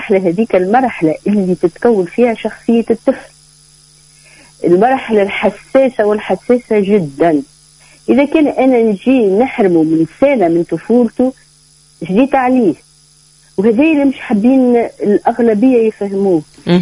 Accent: Tunisia; born there; فخورة أني أنا تونسية، وكل ما شارك في واحد نقول أنا تونسية وبنت تونس وتعليم في تونس

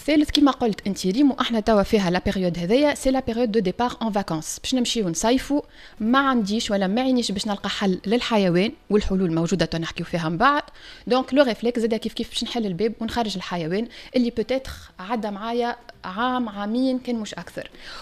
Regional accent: Tunisia; عندنا في تونس

